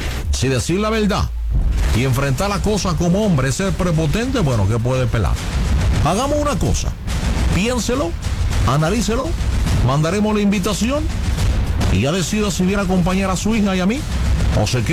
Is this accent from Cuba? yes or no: yes; Cuba; Yo soy cubano. Soy ciudadano americano.